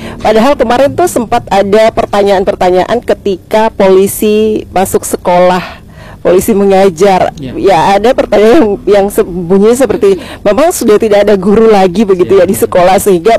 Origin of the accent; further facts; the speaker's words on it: Maluku, Indonesia; kita sebagai orang Maluku sendiri